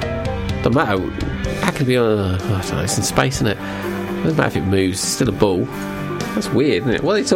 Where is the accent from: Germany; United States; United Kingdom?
United Kingdom; England; We're English.